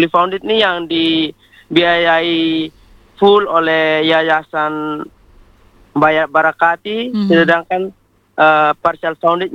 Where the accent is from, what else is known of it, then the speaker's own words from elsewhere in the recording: East Nusa Tenggara, Indonesia; kami orang NTT